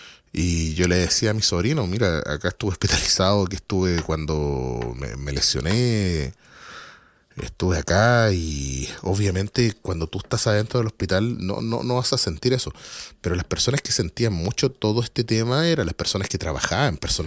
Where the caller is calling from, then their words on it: Santiago, Santiago Metropolitan Region, Chile; Yo soy de Santiago.